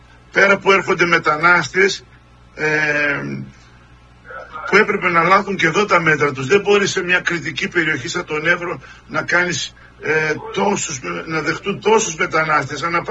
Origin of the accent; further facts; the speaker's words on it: Izmir, İzmir, Turkey; Εγώ είμαι από τη Σμύρνη. Η καταγωγή μου είναι από τη Σμύρνη.